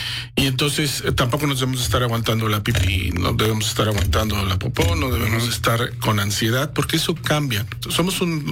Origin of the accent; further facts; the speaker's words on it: Veracruz, Mexico; yo soy de Veracruz, como dirían en Veracruz, depende el sapo o la pedrada.